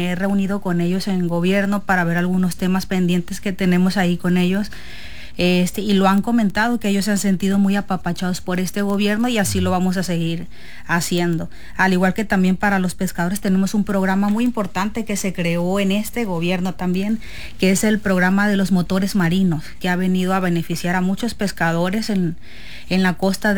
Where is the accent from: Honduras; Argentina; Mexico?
Mexico; Estación Dimas, Sinaloa; en mi comunidad, mi municipio, Barras de Piazla, pues está muy cerca de Estación Dimas, del pueblo de donde yo soy.